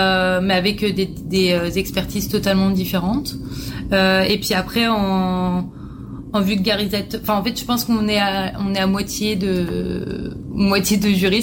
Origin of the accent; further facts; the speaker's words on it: France; moved away as an adult; now in Quebec, Canada; je suis française, je suis arrivée au Québec depuis un an et demi en PVT.